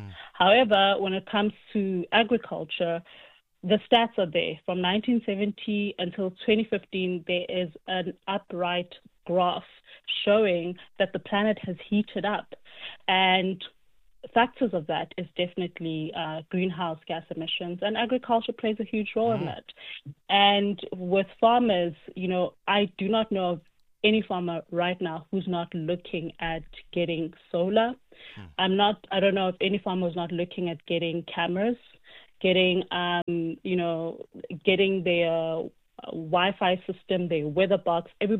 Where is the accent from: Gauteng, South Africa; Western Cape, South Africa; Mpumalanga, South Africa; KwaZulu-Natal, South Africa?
Mpumalanga, South Africa; Witbank; moved away; I'm from Witbank originally. I was born and bred there.